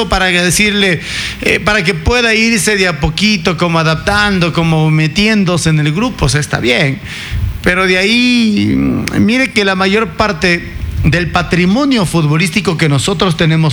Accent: Ecuador; nosotros como ecuatorianos, argentinizados y todo

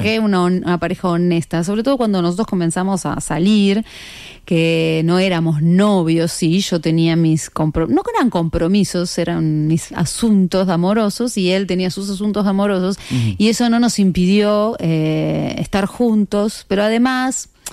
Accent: Argentina; Y yo que soy argentina hice las dos.

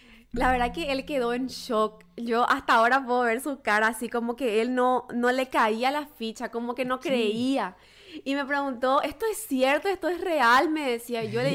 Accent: Paraguay; now in Oklahoma, United States; pero yo soy paraguaya

